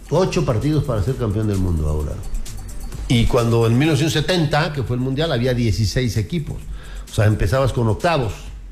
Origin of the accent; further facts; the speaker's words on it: Cuernavaca, Morelos, Mexico; Yo soy del pueblo de Chapultepec